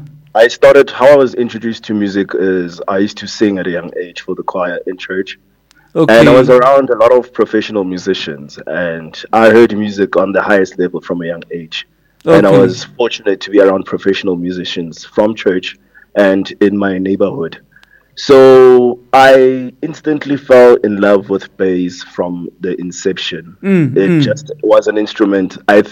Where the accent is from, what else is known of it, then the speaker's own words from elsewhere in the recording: Vosloorus, Gauteng, South Africa; also born or lived in Springs; I'm from the East Rand. I was born in Springs, but grew up in Vosloorus.